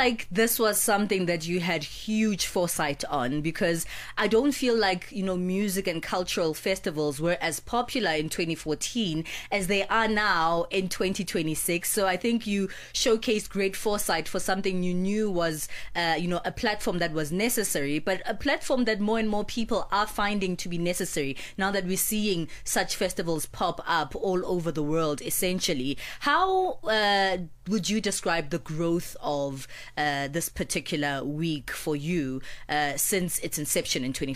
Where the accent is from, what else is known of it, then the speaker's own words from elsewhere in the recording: South Africa; I'm from South Africa.